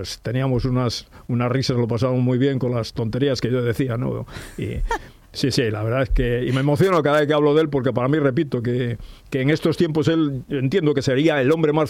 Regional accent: Santander, Cantabria, Spain; Marzo del 53 en General Dávila, cerca del campo del regimiento, que entonces era el regimiento ABQ, y cerca también del Hospital Santa Clotilde.

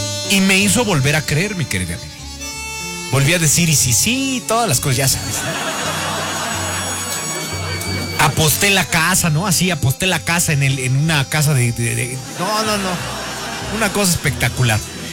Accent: Mexico; soy mexicano hasta la médula.

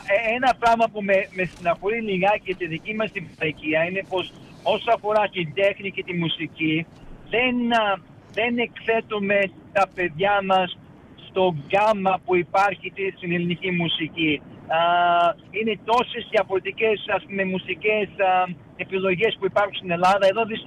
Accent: Melbourne, Victoria, Australia; όπου έλεγα πως ήμουνα από Μελβούρνη, Αυστραλία, χαιρότανε

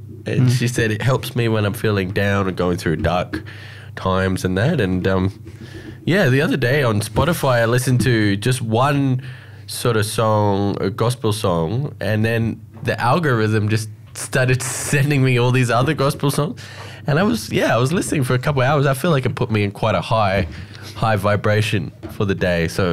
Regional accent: Alice Springs, Northern Territory, Australia; I'm actually born and bred in Alice Springs.

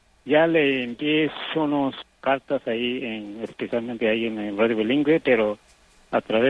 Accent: San Miguel Cuevas, Oaxaca, Mexico; now in Corcoran, United States; mi pueblo San Miguel Cuevas

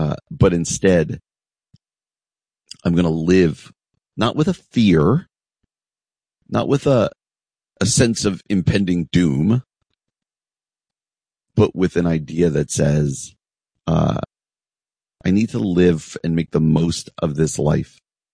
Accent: New York, United States; I'm from the East Coast, so sometimes I like to read the New York Post online and just see what's going on back in the New York area where I grew up

